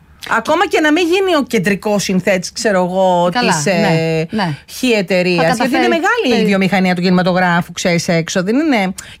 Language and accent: Greek; Greece; Και να μπορέσω να δώσω πραγματικά στην πατρίδα μου όσο καλύτερα και όσο είναι δυνατόν